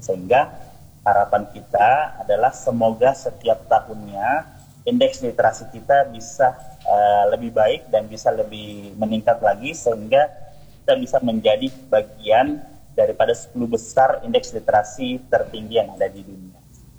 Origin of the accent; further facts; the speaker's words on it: Tarakan, North Kalimantan, Indonesia; Ya, saya dari Tarakan, Kak.